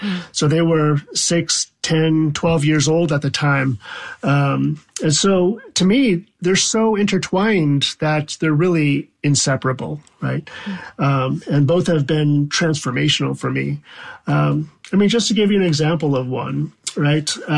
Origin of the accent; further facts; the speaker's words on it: Wisconsin, United States; moved away; growing up in Wisconsin as a child of immigrants